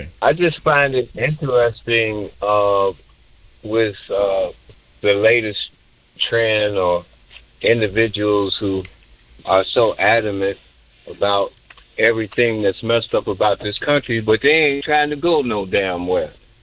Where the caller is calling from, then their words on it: Jefferson City, Missouri, United States; I don't know my roots. I know I came from Jefferson City, Missouri. They say I'm a descendant of Africa.